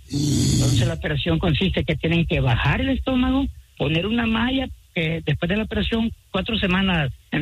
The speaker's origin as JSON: {"language": "Spanish", "region": "San Salvador", "country": "El Salvador", "said": "No, soy de San Salvador. Pero Salvador. Sí, mi mamá era de Usulután."}